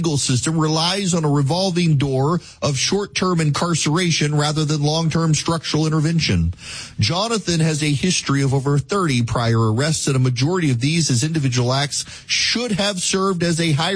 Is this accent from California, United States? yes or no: no; Jackson, Louisiana, United States; now in Georgia, United States; I am from Jackson, Louisiana. Those of you listening right now in Baton Rouge and Lafayette, you might know where Jackson is.